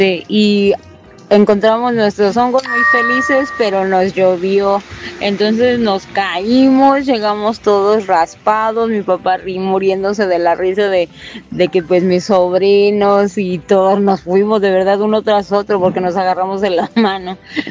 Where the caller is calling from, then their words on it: Cuernavaca, Morelos, Mexico; nosotros somos de Tetela del Monte